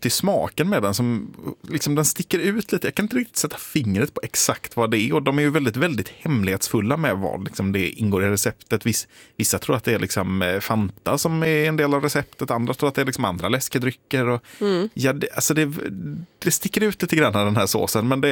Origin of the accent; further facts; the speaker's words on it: Gothenburg, Västra Götaland County, Sweden; now in Dalarna, Sweden; hemma i Göteborg.